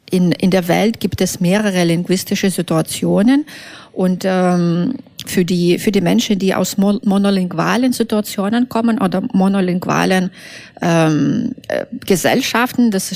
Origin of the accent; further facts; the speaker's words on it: Belarus; first language Russian; German is a second language; meine erste Sprache war russische Sprache, ja, obwohl wir sind alle bilingue in Belarus, aber ich würde nie sagen, dass meine Muttersprache ist Russisch.